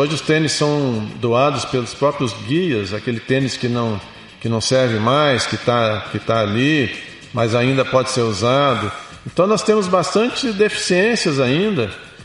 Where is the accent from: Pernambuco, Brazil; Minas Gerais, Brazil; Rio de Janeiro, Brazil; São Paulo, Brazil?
Minas Gerais, Brazil; Belo Horizonte; now in Paraná, Brazil; Sou mineiro de Belo Horizonte, mas eu vivo há mais de 32 anos no Paraná